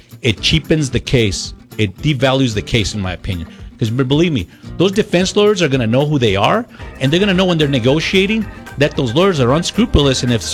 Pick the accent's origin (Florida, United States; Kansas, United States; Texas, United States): Texas, United States; El Paso; Of course, I'm from here. You know, I grew up in El Paso. I'm from El Paso. You know, I started here at AO Elementary in the Segundo Barrio.